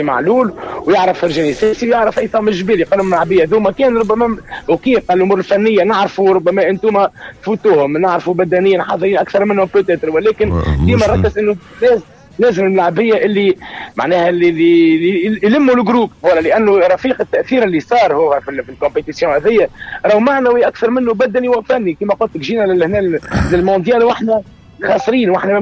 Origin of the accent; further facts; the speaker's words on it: Tunisia; احنا تونسي